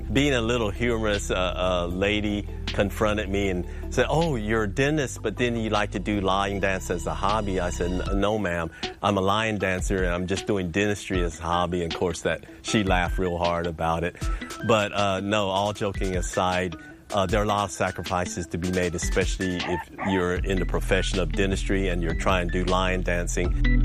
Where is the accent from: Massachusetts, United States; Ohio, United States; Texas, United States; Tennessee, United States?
Texas, United States; Houston; I was born and raised in Houston. My roots are here.